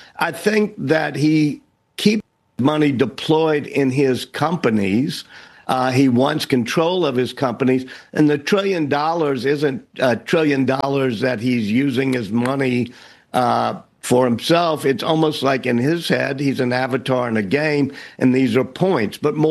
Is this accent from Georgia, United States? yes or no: no; New Orleans, Louisiana, United States; my hometown of New Orleans